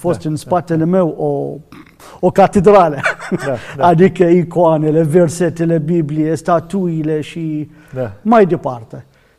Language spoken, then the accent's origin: Romanian; Iraq; first language Arabic; Romanian is a second language; moved away; eu sunt din Irak